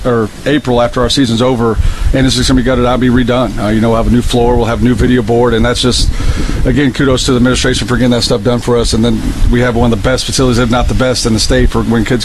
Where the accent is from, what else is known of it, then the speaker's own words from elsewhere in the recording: Peoria, Illinois, United States; Originally from Peoria, Illinois.